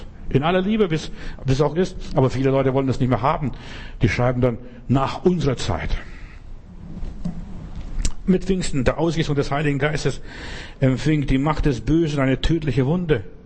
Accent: Bavaria, Germany; ich bin ja in Bayern groß geworden

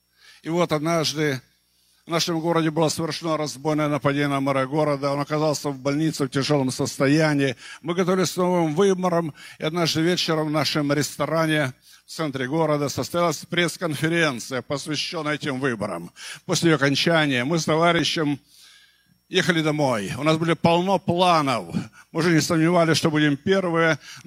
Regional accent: Anapa, Krasnodar Krai, Russia; родной город Анапа Краснодарского края, откуда я родом.

